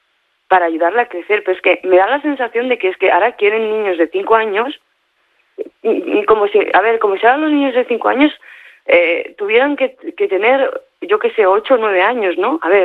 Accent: Barcelona, Catalonia, Spain; a ver, yo soy de Barcelona, ¿me entiendes? Y también he ido a colegios de pago

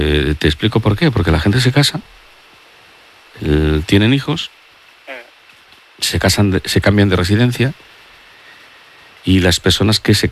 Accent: Catalonia, Spain; Los catalanes somos amigos.

